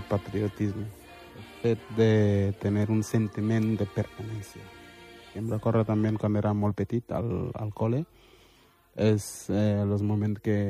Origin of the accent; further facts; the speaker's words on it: Dakar, Senegal; moved away as an adult; now in Sant Boi de Llobregat, Spain; Tenim projectes de cooperació a Yembol, que és d'on soc, dels barrios de Dakar.